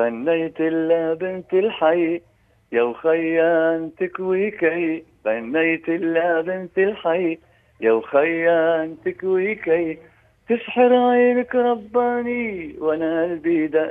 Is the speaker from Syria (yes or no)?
yes; Deir ez-Zor, Deir ez-Zor Governorate, Syria; moved away; أنا سوري طبعا وأفتخر بذلك، لكن كمان نغني عراقي. أنا أصلي من دير الزور، من دير الزور إحنا نغني اللون العراقي مليح،